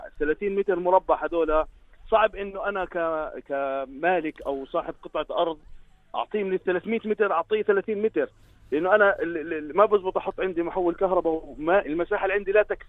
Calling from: Amman, Amman Governorate, Jordan; إحنا أهالي منطقة المغيرات في ماركة شارع الحزام الدائري.

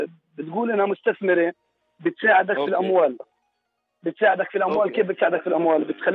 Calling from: Jordan; احنا اردنيين

